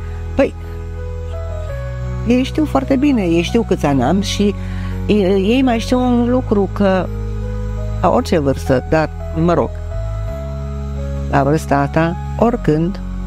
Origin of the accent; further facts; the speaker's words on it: Romania; eu sunt din România. Nu m-am ferit niciodată să spun că eu sunt româncă.